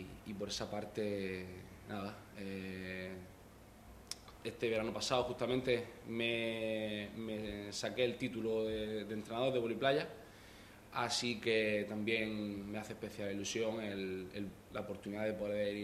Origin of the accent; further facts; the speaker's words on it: Motril, Andalusia, Spain; hacerlo en mi pueblo, en el club en el que me formé desde los 8 hasta más o menos los 14 o 15 años.